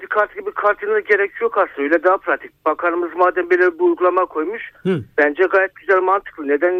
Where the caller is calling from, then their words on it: Tekirdağ, Turkey; Tekirdağ'dan arıyorum.